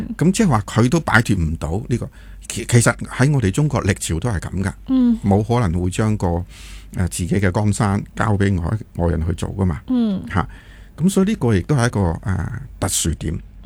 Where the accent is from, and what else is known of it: Hong Kong